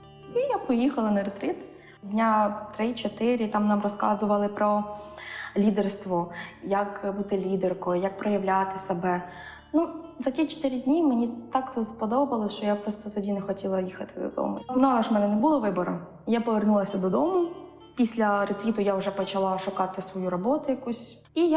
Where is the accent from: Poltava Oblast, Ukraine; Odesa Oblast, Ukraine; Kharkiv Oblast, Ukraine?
Odesa Oblast, Ukraine; Liubashivka; born there; Взагалі я народилася в селищі Любашівка. Я росла в багатодітній родині, а нас семеро мами.